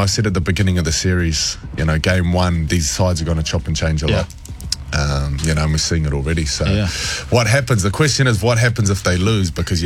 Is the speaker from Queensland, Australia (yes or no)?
yes; Queensland, Australia; I'm a Queenslander